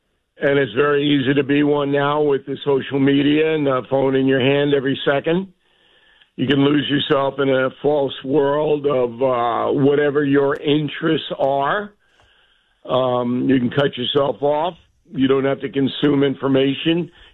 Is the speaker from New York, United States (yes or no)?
yes; New York, United States; So it used to be when I was growing up on Long Island, my parents knew what was going on.